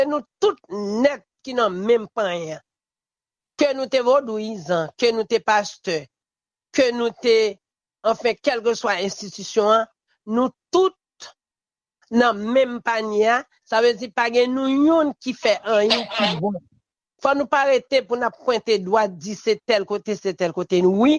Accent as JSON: {"language": "French", "country": "Haiti", "said": "Et moi-même en tant que haïtien"}